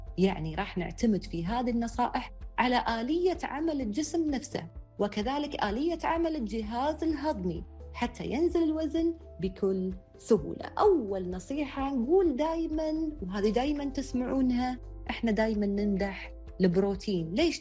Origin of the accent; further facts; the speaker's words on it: Kuwait; إحنا عندنا بالكويت